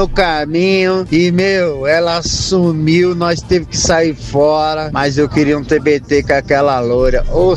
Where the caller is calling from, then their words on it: Mato Grosso, Brazil; sou aqui do Mato Grosso